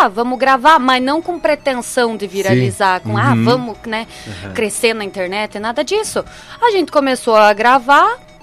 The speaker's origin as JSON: {"language": "Portuguese", "town": "Rio Negro", "region": "Paraná", "country": "Brazil", "tie": "born or raised there", "moved": "yes", "lives_now": "Barra Velha, Brazil", "said": "Eu sou natural de Rio Negro, Paraná."}